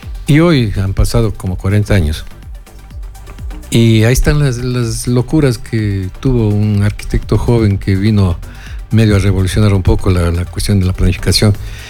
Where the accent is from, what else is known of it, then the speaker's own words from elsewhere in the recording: Ibarra, Imbabura, Ecuador; also born or lived in Quito; Yo soy ibarreño de Ibarra, como se decir, en broma y en serio.